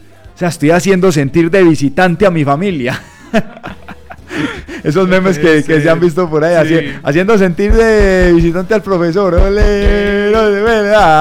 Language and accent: Spanish; Colombia; born there; cómo no quererte, cómo no amarte, mi amada Colombia, si nací aquí, si nací en mi terruño, si nací en mi país